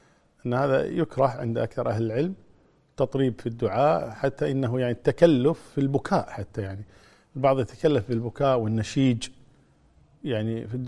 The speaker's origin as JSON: {"language": "Arabic", "country": "Kuwait", "said": "إذا وأظن الحمد لله عندنا في الكويت يعني الوزارة يعني مهيئة لهذا، وزارة الأوقاف مهيئة لهذا الأمر"}